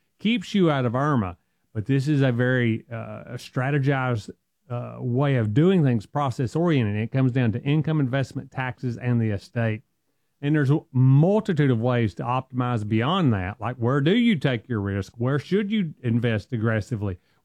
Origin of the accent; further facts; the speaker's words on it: the South, United States; accent: strong Southern; I'm from the South and I got a strong accent